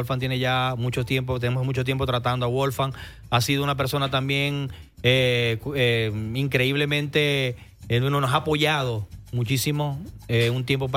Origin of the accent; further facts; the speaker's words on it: Zulia, Venezuela; nuestra zona sur del lago